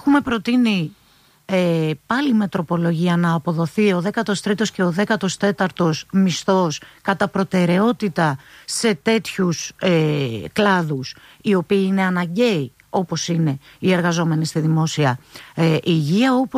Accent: East Macedonia and Thrace, Greece; και στα μέρη μου πάνω στον Εύρο το χρησιμοποιούμε πολύ πιο καλά.

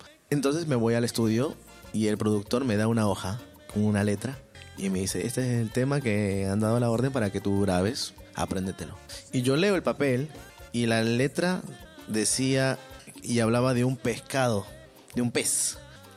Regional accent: Callao, Peru; Recién, porque yo no soy norteño, soy

